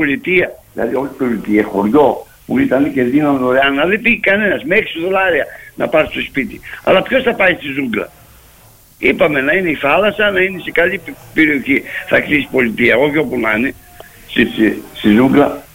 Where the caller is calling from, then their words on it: Greece; Εμείς οι Έλληνες.